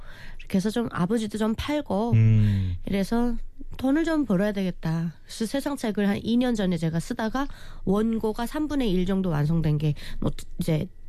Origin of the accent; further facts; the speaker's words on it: North Korea; moved away as an adult; now in South Korea; 저는 북한에서 왔기 때문에